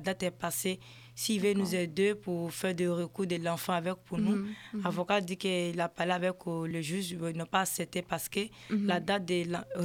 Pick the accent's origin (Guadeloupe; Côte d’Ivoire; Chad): Côte d’Ivoire; now in France; moi je suis ivoirien.